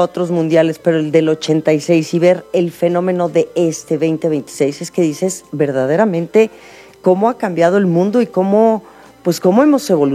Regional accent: Mexico; nos reafirmemos como mexicanos.

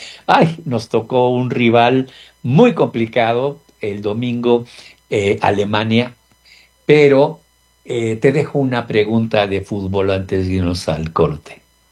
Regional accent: Mexico; Como mexicano me siento orgulloso de ello.

